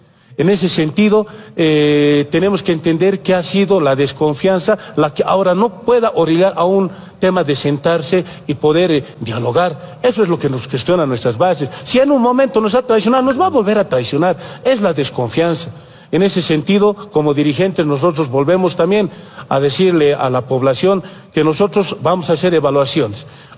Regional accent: Bolivia

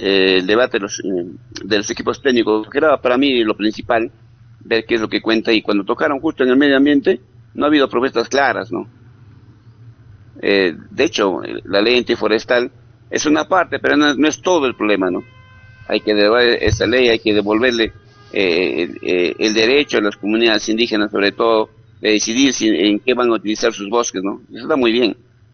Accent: Peru

